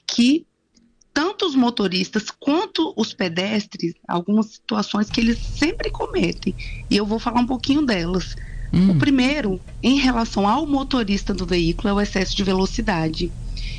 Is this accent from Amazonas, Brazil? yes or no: no; Brasília, Federal District, Brazil; moved away as an adult; now in Espírito Santo, Brazil; Eu sou de Brasília, né? Eu não sou daqui do estado.